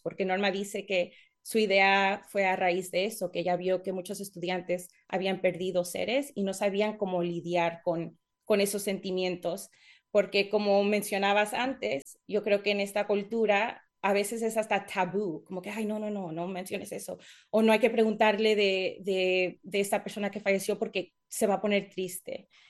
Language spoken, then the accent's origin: Spanish; Mexico